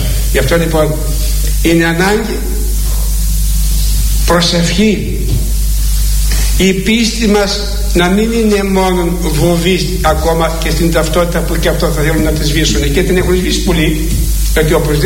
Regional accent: Greece

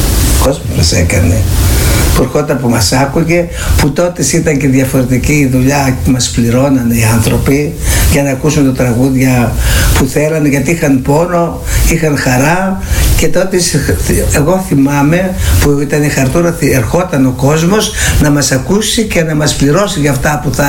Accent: Livadeia, Central Greece, Greece; born there; Εγώ γεννήθηκα στη Λιβαδιά, Βιωτίας.

